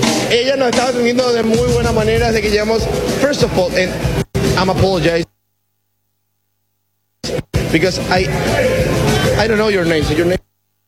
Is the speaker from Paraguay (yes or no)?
yes; Paraguay; Paraguay. We are from Paraguay.